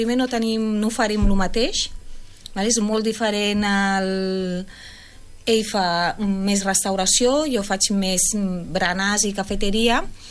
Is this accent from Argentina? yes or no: no; France; now in Catalonia, Spain; jo sóc francesa